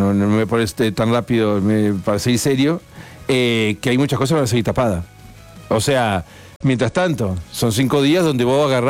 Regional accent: Argentina

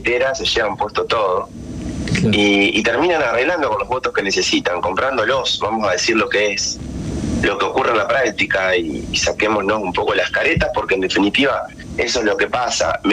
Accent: Argentina

